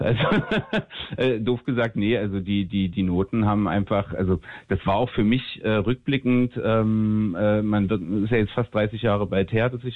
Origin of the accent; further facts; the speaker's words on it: Magdeburg, Saxony-Anhalt, Germany; Als Magdeburger ist man da jetzt so ne?